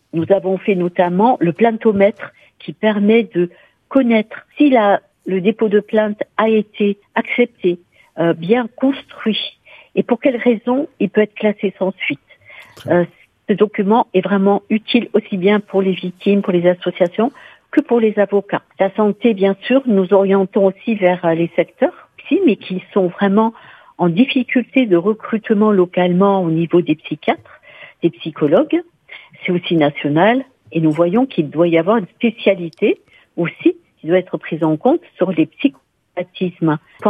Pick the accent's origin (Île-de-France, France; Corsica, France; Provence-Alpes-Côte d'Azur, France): Corsica, France; chez nous, en Corse